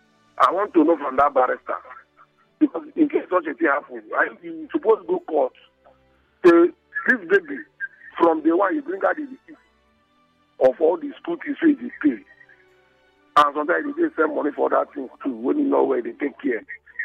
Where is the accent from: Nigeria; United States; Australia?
Nigeria; Port Harcourt, Rivers; from the OG, most peaceful place in Port Harcourt.